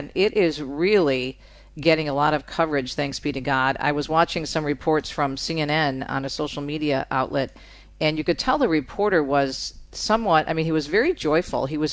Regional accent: Detroit, Michigan, United States; in my hometown of Detroit, they had a Pride Day. They call it Motor City Pride.

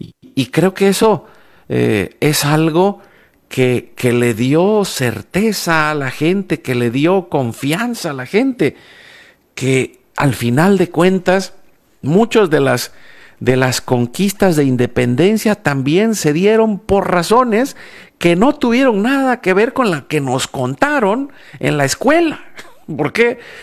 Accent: Veracruz, Mexico; born or raised there; also born or lived in Yucatán

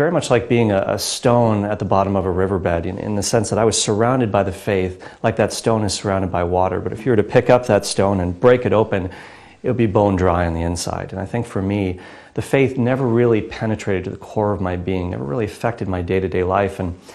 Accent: Cole Harbour, Nova Scotia, Canada; also born or lived in Halifax, Nova Scotia; I was born in Halifax, Nova Scotia, and I grew up in a suburb of the Halifax area called Cole Harbour.

